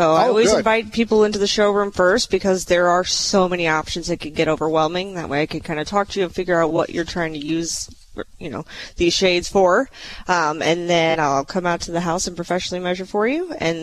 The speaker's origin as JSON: {"language": "English", "town": "St. Louis", "region": "Missouri", "country": "United States", "moved": "yes", "said": "I'm from the St. Louis area"}